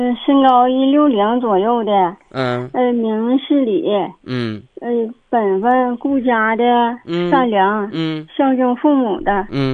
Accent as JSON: {"language": "Chinese", "region": "Heilongjiang", "country": "China", "tie": "born or raised there", "said": "我们老家在哈尔滨周边这儿。"}